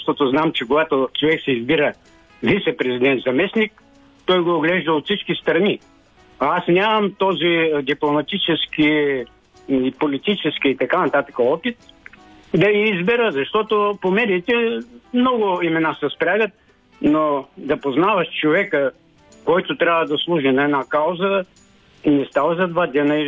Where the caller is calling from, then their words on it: Dimitrovgrad, Haskovo Province, Bulgaria; от Димитровград, Чулчрима.